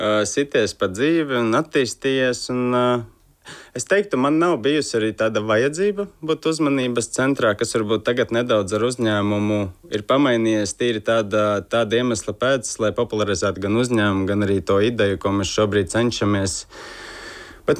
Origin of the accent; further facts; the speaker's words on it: Koknese, Aizkraukle Municipality, Latvia; mūsu iepazīšanās stāsts, mēs abi divi esam no Koknesas un dzīvojām daudz dzīvokļu mājā. Es dzīvoju otrajā stāvā un Zigmārs dzīvoja trešajā stāvā ar saviem trīs brāļiem